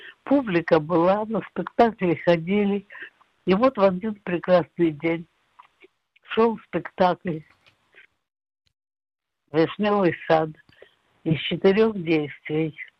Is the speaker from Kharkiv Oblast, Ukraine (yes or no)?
yes; Kharkiv, Kharkiv Oblast, Ukraine; я родилась в Харькове и прожила там всю свою молодость, не считая эвакуации. Я там училась, я вышла замуж там. Я очень хорошо знала Харьков, особенно центр, где я жила.